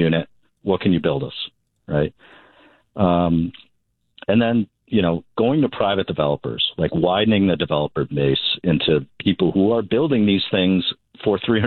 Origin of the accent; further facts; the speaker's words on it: Narragansett, Rhode Island, United States; I'm from Narragansett. When I went to high school, you know, it was 126 kids.